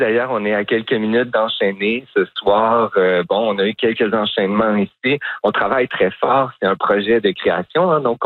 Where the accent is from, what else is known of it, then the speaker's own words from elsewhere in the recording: Quebec, Canada; Puis comme je viens de la Gaspésie, ici, de la baie des Chaleurs